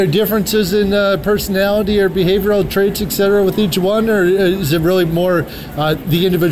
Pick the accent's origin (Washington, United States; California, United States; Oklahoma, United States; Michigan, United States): Michigan, United States; So I grew up near Detroit, Michigan, big city